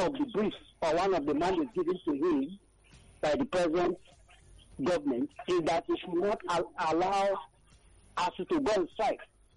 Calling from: Nigeria; I'm calling from Abana.

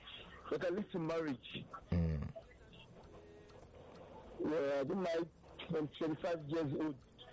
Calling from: Lagos, Nigeria; I'm calling for Festac.

